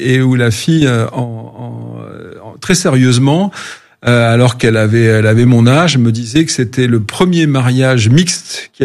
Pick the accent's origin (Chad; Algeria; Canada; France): France; Corsica; born there; Alors, je suis né en Corse, ma mère était provençale, du pied de la Sainte-Victoire, du côté d'Aix-en-Provence